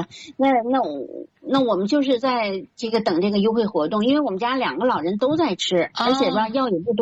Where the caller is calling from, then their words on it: Zhengzhou, Henan, China; 我是郑州的。